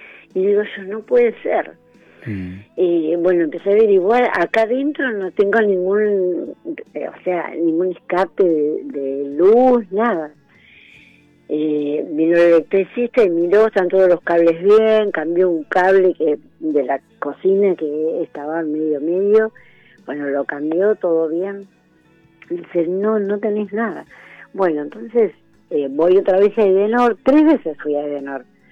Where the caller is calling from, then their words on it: San Miguel, Buenos Aires Province, Argentina; yo soy de San Miguel.